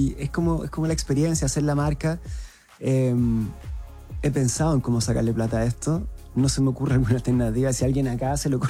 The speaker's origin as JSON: {"language": "Spanish", "town": "Curicó", "region": "Maule", "country": "Chile", "tie": "born or raised there", "said": "donde contaba cuando me hacían bullying en el colegio cuando era chico en Curicó"}